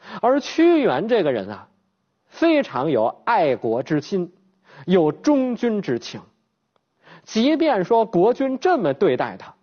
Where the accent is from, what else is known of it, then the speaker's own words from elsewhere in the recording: China; 我们中国人